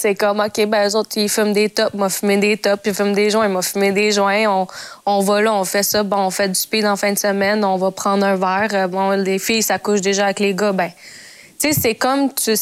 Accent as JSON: {"language": "French", "town": "Montreal", "region": "Quebec", "country": "Canada", "tie": "born or raised there", "said": "Ben, j'ai grandi à Montréal, puis mes parents immigrés au Québec."}